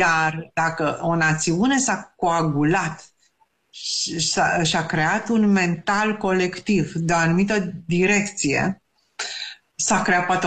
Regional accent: Romania; ca români, ca trăitori în această țară

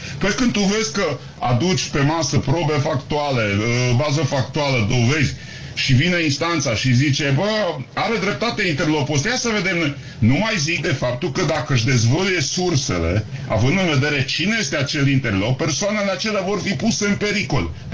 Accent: Romania; Îți dau lacrimile ca român.

